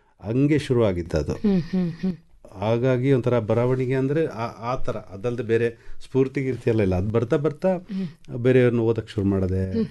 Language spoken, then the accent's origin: Kannada; Koyanadu, Karnataka, India; ನಮ್ಮೂರಿಂದ school ಸ್ವಲ್ಪ ಒಂದು ಕೊಯನಾಡು ಅನ್ನೋ ಊರು ಕೊಡಗಲ್ಲಿ